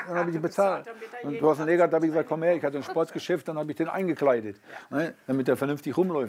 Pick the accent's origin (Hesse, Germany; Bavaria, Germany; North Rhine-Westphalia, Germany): North Rhine-Westphalia, Germany; Bochum; Aber ich weiß, ich komme aus Bochum und ich möchte, dass die Musik gespielt wird